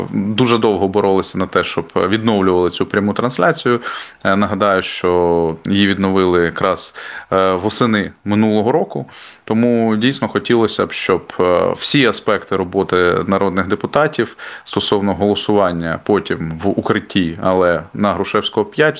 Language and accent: Ukrainian; Kyiv, Ukraine; хоча я киянин, звичайно, воно в мене під носом столиця